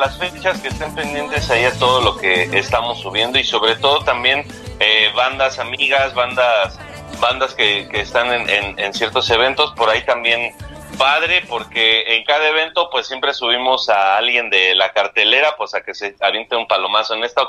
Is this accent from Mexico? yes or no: yes; Mexico